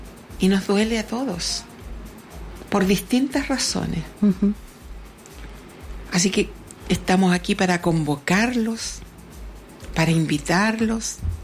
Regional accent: Chile; cada uno de nosotros que somos el pueblo de Chile.

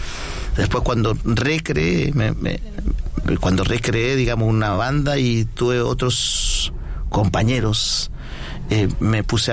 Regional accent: Machalí, O'Higgins, Chile; also born or lived in Sewell; En Súbel, campamento minero que está en la sexta región.

